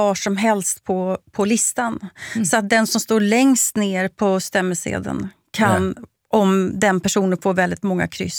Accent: Sweden; Som svensk så skäms jag ju särskilt för detta politiskt icke-korrekta.

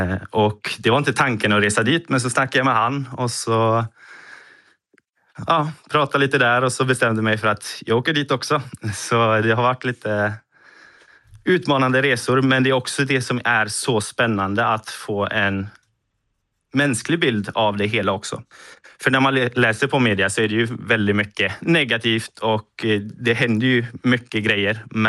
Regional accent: Sweden; hemma i Sverige.

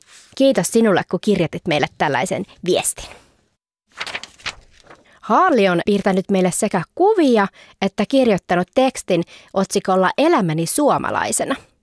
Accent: Sweden; Finnish is a second language

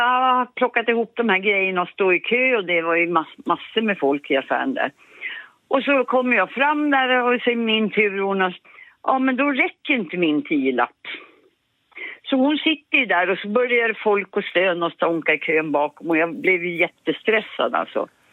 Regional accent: Laisvall, Norrbotten County, Sweden; moved away as an adult; also born or lived in Danderyd, Stockholm / Stockholm; now in Arjeplog, Sweden; Jag är född i Stockholm i Danderyd alltså, men uppvuxen i Laisvall.

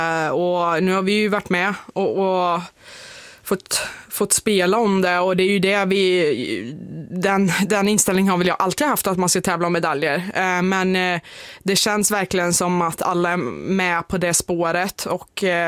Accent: Skövde, Västra Götaland County, Sweden; born there; moved away as an adult; familj och vänner hemma i Skövde

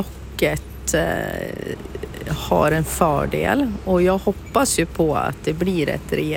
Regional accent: Orrviken, Jämtland County, Sweden; och jag kommer ifrån Orrviken som ligger i Östersunds kommun.

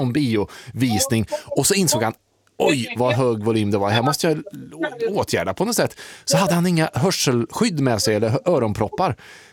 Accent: Värmland, Sweden; Jag är ju värmlänning.

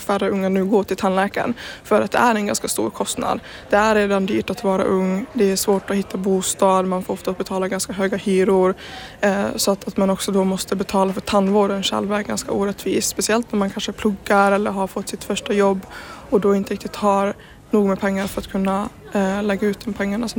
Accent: Haparanda, Norrbotten County, Sweden; moved away as an adult; now in Luleå, Sweden; Mä oon kotoisin Haaparannalta, mutta mä muutin nyt vuosi sitten tänne Luulajaan opiskelemaan. Ja toivon, että pystyn myös muuttaa takaisin sitten, kun mä oon valmis opiskelujen kanssa.

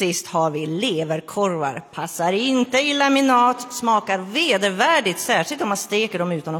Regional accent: Gotland, Sweden; accent: Gotlandic; det är min gotländska som skiner igenom ibland.

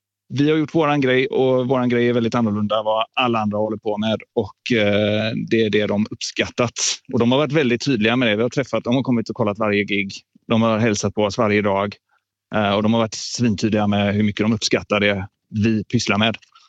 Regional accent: Mölndal, Västra Götaland County, Sweden; vi är inte från Göteborg. Vi är från Mölndal, Säve, Kållered och Lindome.

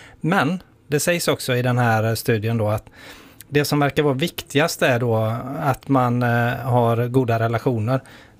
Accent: Västra Götaland County, Sweden; moved away as an adult; now in Halland, Sweden; jag är ju västgöte från början. Hallänning sedan nästan 20 år tillbaka. Men definierar mig nog fortfarande lite som västgöte.

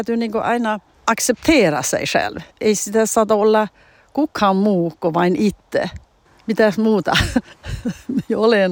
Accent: Norrbotten County, Sweden; mutta en minä usko, että se on niin kuin, että minä olen tornionlaaksolainen

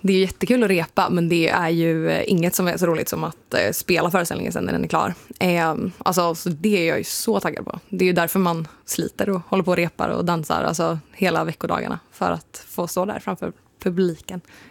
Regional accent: Säffle, Värmland, Sweden; born there; moved away; Men just nu är jag hemma i Värmland och bygger på min lillasysters hus om dagarna.

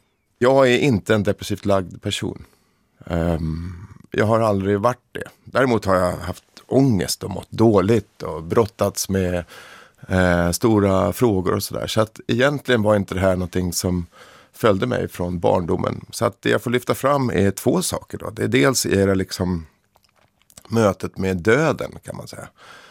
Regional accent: Stockholm County, Sweden; accent: between Solna and Upplands Väsby; Han kunde placera min dialekt som någonstans mellan Solna och Upplands Väsby.

